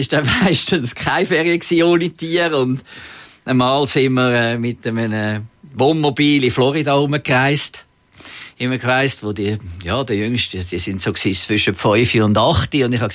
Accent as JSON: {"language": "German", "region": "Zurich", "country": "Switzerland", "tie": "born or raised there", "said": "Aber natürlich bin ich aufgewachsen in Zürich und der Zoo war näher und ich war sehr viel im Zoo."}